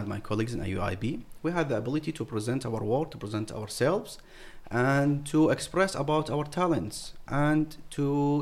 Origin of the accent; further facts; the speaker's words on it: Iraq; where are you from … ? And I said, Iraq.